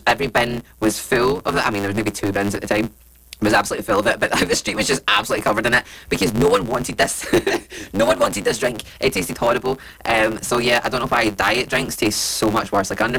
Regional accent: Hamilton, Scotland, United Kingdom; so I grew up in Hamilton in South Lanarkshire, and we were heading on down

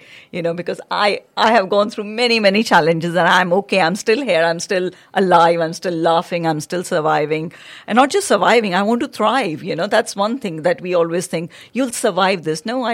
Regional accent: India; and then gone through so many challenges growing up in India as a girl

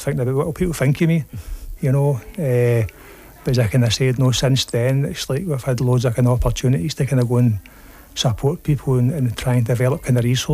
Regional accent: Glasgow, Scotland, United Kingdom; I grew up in the East End of Glasgow.

